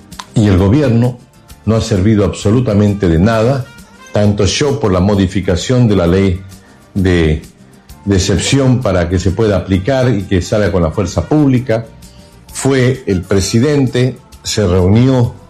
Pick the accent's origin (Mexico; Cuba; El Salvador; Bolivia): Bolivia